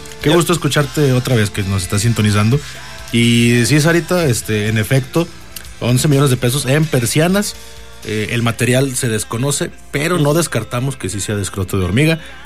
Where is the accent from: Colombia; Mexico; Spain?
Mexico; Monterrey, Nuevo León; now in Saltillo, Mexico; yo aquí a la gente yo le digo que yo soy de Saltillo, aunque sea de Monterrey.